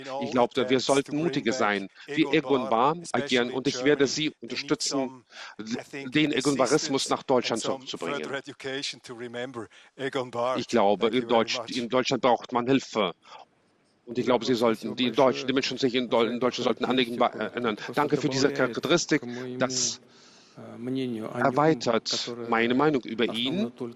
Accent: Switzerland; Ich komme aus der Schweiz.

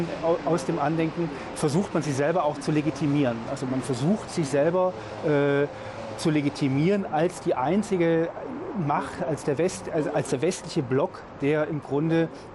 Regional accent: Germany; ich als Deutscher

